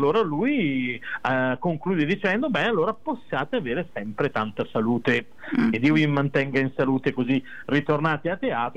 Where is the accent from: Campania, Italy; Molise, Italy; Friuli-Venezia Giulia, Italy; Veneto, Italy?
Veneto, Italy; Pernumia; io sono di Ternunia, quindi è un mio io sono un suo compaesano.